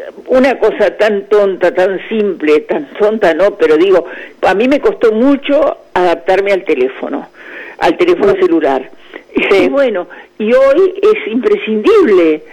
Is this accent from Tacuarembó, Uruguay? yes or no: yes; Tacuarembó, Uruguay; en el interior, como yo soy de Tacuarembó